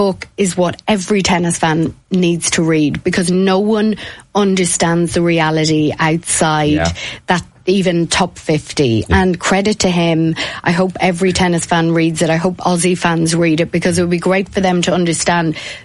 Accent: Milltown, County Cavan, Ireland; I'm from Milltown. Drumlane is my club.

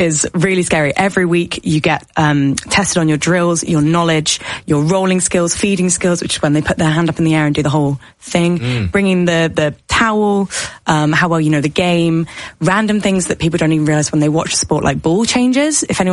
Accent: Wimbledon, London, United Kingdom; So I grew up around Wimbledon and I got to train and I got selected.

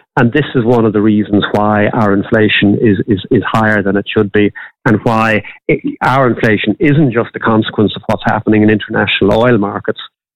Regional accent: Ireland

